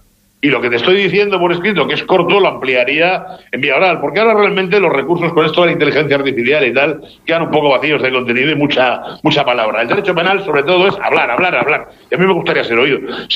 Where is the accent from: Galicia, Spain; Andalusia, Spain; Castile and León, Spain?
Castile and León, Spain; Piedrahíta; now in Catalonia, Spain; lo digo como piedrahitense, como abogado y como español.